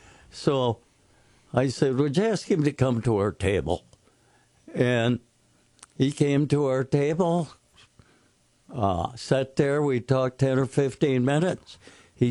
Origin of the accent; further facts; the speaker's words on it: Grass Lake, Michigan, United States; also born or lived in Jackson, Michigan; I'm from Grass Lake